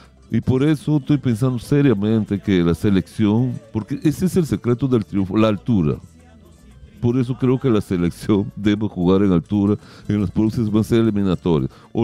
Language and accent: Spanish; Brazil; Yo soy brasileño, simpatizo con Botafogo